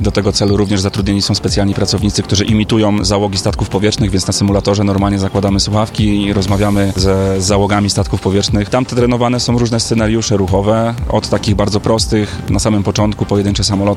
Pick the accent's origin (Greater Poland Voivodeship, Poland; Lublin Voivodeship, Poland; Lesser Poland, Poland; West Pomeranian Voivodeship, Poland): Greater Poland Voivodeship, Poland; Poznań; ja jestem poznaniakiem